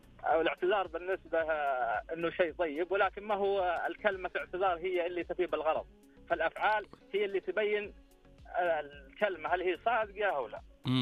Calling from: Jazan, Jazan Province, Saudi Arabia; من جازان.

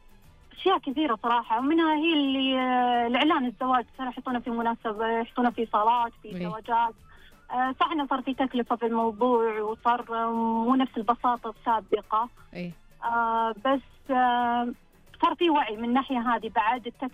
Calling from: Eastern Province, Saudi Arabia; أنا كلمك الشرقية.

